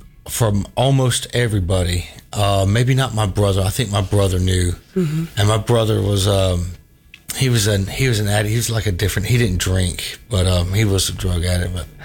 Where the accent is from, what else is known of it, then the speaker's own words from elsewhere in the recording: Jenkins County, Georgia, United States; I'm from Jenkins County, about an hour south.